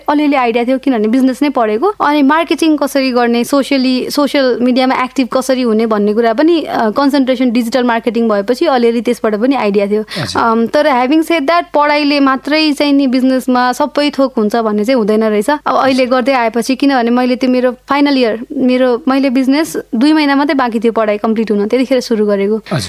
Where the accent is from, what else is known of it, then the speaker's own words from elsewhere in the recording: Dhangadhi, Sudurpashchim Province, Nepal; moved away; अब म हुर्केको जन्मेको हुर्केको क्लास 6 पढेको धनगढीमा कैलालीमा